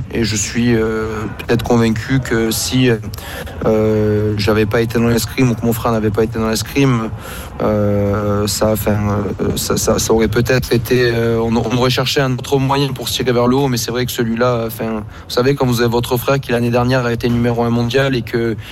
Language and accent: French; Marseille, Provence-Alpes-Côte d'Azur, France; nous sommes originaires de Marseille.